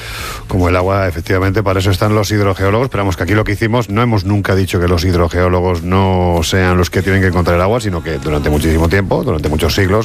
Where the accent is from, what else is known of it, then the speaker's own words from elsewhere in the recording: Jaén, Andalusia, Spain; sabéis que soy de Jaén y es muy habitual cuando te metes en zonas de sierra, muy llamativo ver cómo hay carteles diciendo cuidado, que esto es paso del lince